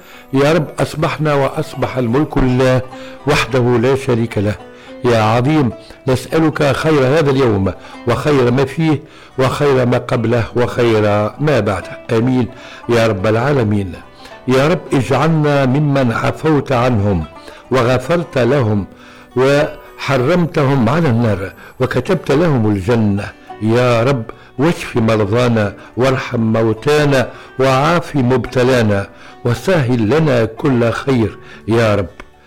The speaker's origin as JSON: {"language": "Arabic", "country": "Tunisia", "said": "بلادنا تونس الحبيبة"}